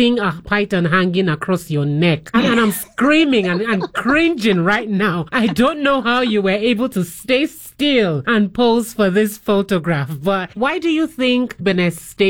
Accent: Nigeria; now in Kenya; I'm Nigerian, even though I am currently in Kenya

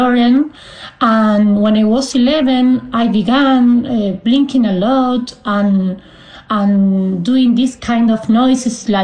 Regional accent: Argentina; because I grew up in Argentina.

